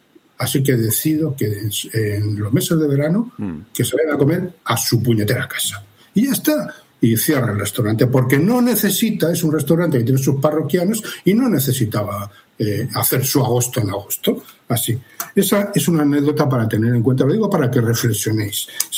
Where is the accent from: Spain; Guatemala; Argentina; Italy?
Spain; Madrid, Community of Madrid; born there; soy medio asturiano. O sea, cuando digo que soy madrileño es que nací en Madrid, vivo en Madrid, me gusta Madrid y quiero a Madrid, pero una parte de mí es asturiana.